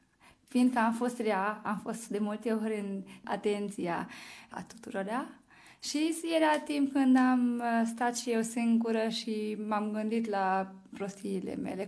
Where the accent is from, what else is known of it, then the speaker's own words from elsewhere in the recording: Micherechi, Békés, Hungary; Eu am copilărit la Micherec, în satul meu natal, în farmacie. Fiindcă noi am stat împreună cu farmacia, așa era casa noastră